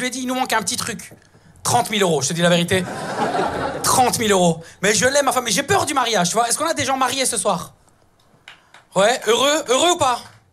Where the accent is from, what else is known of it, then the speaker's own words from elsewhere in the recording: Italy; Moi, je croyais en cette belle phrase, tu vois, je suis italien, hyper romantique